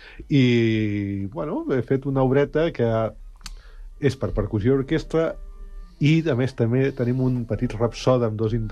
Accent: Sant Cugat del Vallès, Catalonia, Spain; jo soc nascut a Sant Cugat, actualment ja no he vist que a Sant Cugat, però soc nascut aquí i he viscut 41 anys a Sant Cugat.

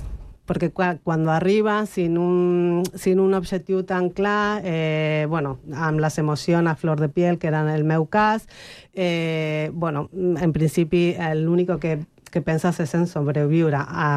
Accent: Argentina; moved away as an adult; also born or lived in Palma de Mallorca, Spain; now in Spain; quan jo vaig créixer allà, en realitat soc espanyola, a l'Argentina, bueno, soc espanyola de paper.

